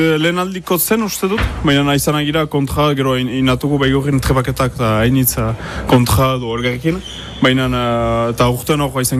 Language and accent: Basque; Saint-Étienne-de-Baïgorry, Nouvelle-Aquitaine, France; 25 urtetut, eta Baigurrikoan iz.